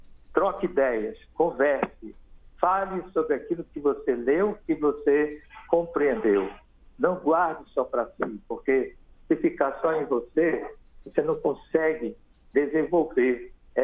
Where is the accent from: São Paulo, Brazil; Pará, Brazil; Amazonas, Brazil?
Amazonas, Brazil; Manaus; Eu sou amazonense, da cidade